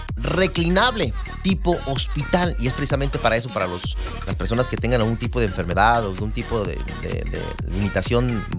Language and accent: Spanish; Irapuato, Guanajuato, Mexico; now in United States; yo soy del estado de Guanajuato, de Irapuato, Guanajuato, para ser exactos. Y cuando llegué aquí a los Estados Unidos